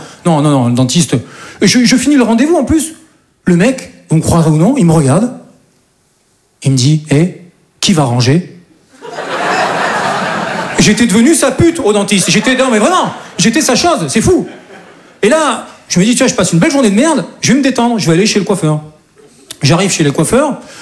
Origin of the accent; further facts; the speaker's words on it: south of France, France; now in Paris, France; Je dis ça parce que moi, je viens du sud de la France. Et chez nous, c'est un peu plus tranquille, quoi. Et voilà, je suis monté sur Paris, voilà, pour devenir comédien.